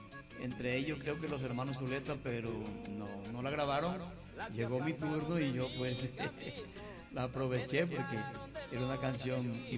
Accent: La Duda, La Guajira, Colombia; born there; que se llama La Duda, que es de jurisdicción de Fonseca.

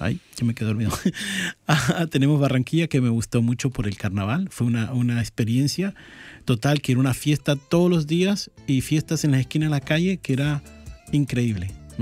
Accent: Argentina; pero el lugar ahí estaba bueno porque para mí como argentino tenía de todo, tenía el alfajor

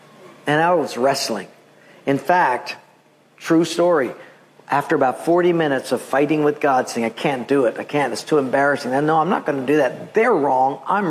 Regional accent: Palolo, Hawaii, United States; And I thought, dude, you're Haole. I'm from Palolo. You leave the island. I'm home.

